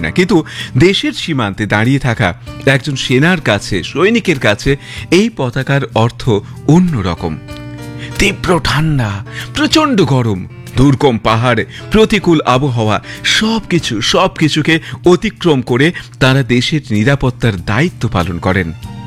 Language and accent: Bangla; India; কিন্তু তেরগার নিচে দাঁড়ালে আমরা সবাই এক, আমাদের সবার পরিচিতি এক, আমরা ভারতীয়।